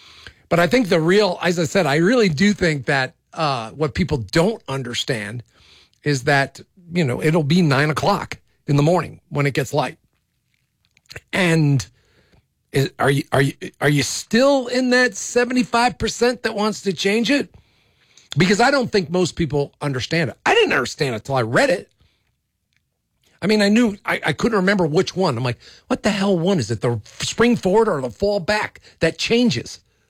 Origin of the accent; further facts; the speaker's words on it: New York, United States; JJ, I'm from New York. Back, you know, it's different now though, but I don't remember it. Monday Night Football, when I was growing up, it came on at 9 o'clock in New York.